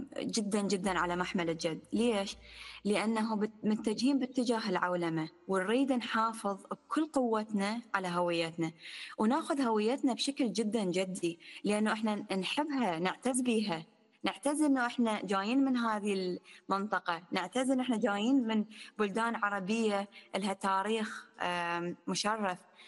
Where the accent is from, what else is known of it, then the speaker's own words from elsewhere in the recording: Iraq; moved away; يعني إحنا عشنا بالبلدان العربية، أنا عشت كبرت وترعرعت بالعراق